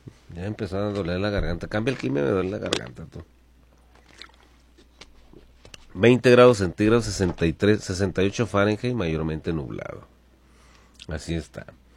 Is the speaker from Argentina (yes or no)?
no; Mexico; somos mexicanos